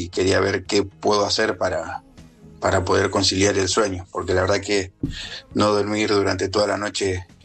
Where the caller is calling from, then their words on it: Banfield, Buenos Aires Province, Argentina; soy de Banfield